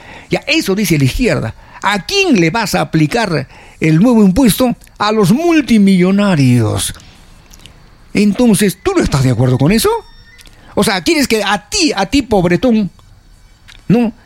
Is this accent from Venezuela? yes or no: no; Peru; ¿qué cosas somos los peruanos?